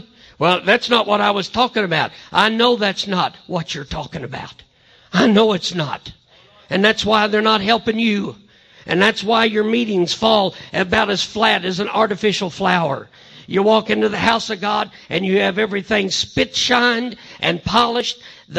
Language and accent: English; Missouri, United States; I'm from Missouri